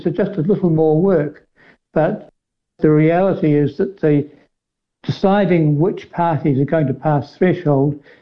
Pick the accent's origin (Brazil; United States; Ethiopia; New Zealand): New Zealand; moved away as an adult; now in Bordeaux, France; Well, I guess I'm still a New Zealander. I love New Zealand, but I had to choose between one or other. I'm married to a French woman, so I'm here